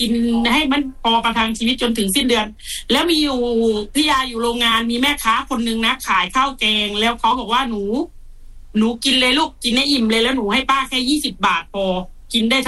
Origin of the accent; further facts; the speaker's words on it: Phatthalung, Thailand; born there; เป็นคนพัทลุงเกิดที่พัทลุงนะแล้วก็เป็นคนจน